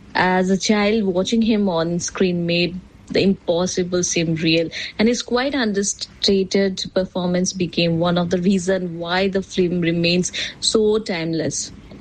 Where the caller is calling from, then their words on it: West Bengal, India; I'm calling from West Bengal, India.